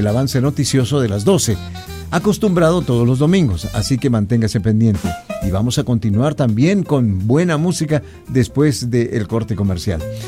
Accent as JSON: {"language": "Spanish", "country": "El Salvador"}